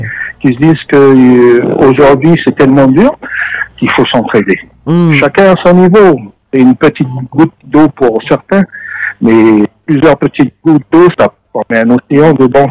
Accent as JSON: {"language": "French", "country": "New Caledonia", "tie": "born there", "also_born_or_lived": "Tahiti"}